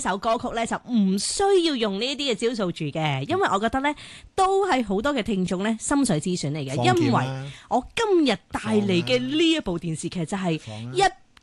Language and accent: Cantonese; Hong Kong; 我哋香港人其中一个嘅集体回忆